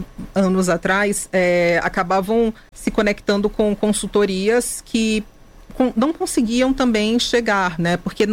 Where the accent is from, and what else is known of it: Ceará, Brazil